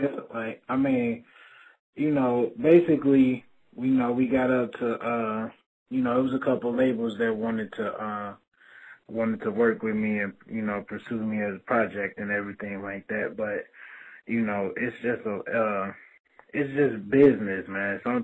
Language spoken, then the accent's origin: English; St. Louis, Missouri, United States; when I told the crowd that I was from St. Louis, people laughed at me.